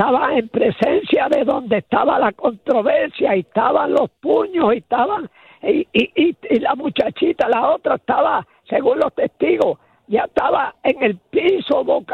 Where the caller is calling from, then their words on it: Bayamón, Puerto Rico; de Bayamón.